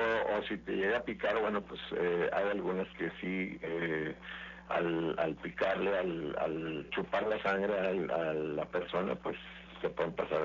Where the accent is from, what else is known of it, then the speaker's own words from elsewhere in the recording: Mexico; están como los mexicanos cuando queremos brincar a Estados Unidos de manera ilegal